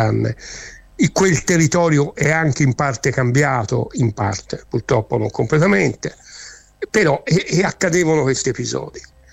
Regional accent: Catania, Sicily, Italy; Catania, che è tra l'altro la mia città natale

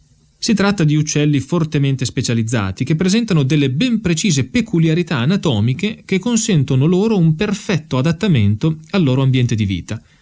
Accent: Emilia-Romagna, Italy; Dalle mie parti, cioè nella campagna pianeggiante ai piedi dell'Appennino modenese e sulle colline

